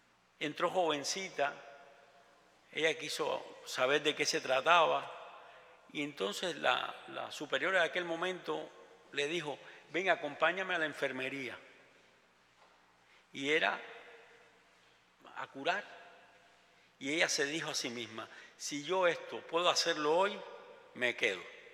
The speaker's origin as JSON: {"language": "Spanish", "region": "Havana", "country": "Cuba", "tie": "born or raised there", "moved": "yes", "lives_now": "Miami, United States", "said": "yo nací en La Habana"}